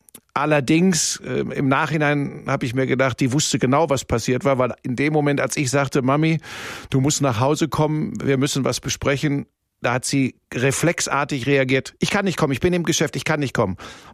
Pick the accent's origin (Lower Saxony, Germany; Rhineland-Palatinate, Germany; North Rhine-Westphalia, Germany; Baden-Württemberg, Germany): North Rhine-Westphalia, Germany; Hagen; also born or lived in Bottrop / Cologne; now in Munich, Germany; Ja, ich bin geboren in Bottrop. Das ist Inbegriff des Ruhrgebiets. Bin dann aufgewachsen in Hagen. Das ist so Tor zum Sauerland, ja. Ruhrgebiet.